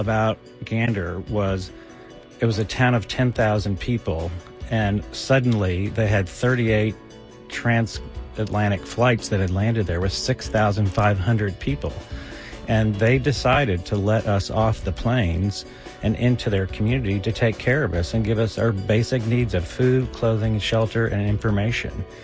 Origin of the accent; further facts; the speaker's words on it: Austin, Texas, United States; from Austin, Texas.